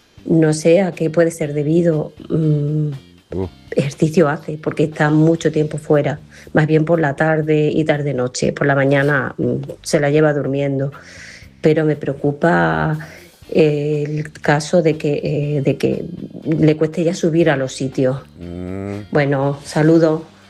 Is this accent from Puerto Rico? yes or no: no; Fuerteventura, Canary Islands, Spain